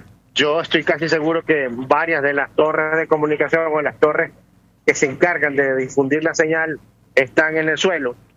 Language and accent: Spanish; Venezuela; esto lo digo como venezolano